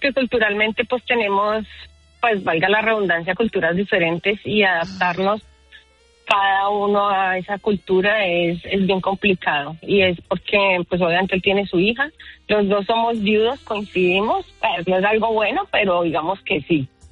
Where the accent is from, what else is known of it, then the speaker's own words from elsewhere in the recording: Colombia; now in United States; Yo soy colombiana, llegué de Colombia.